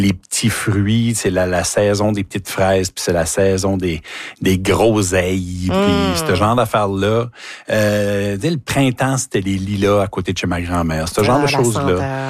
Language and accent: French; Grand-Anse, New Brunswick, Canada; Mais ouais, je viens de Grand-Anse.